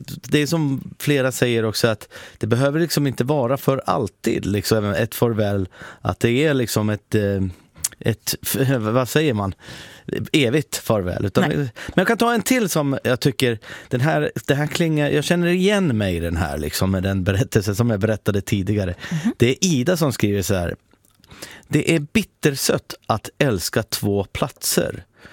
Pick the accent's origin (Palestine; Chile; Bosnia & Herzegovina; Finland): Finland; now in Sweden; Finland var ju mitt hemland, men jag längtar dit, men det skulle vara väldigt komplicerat att flytta dit.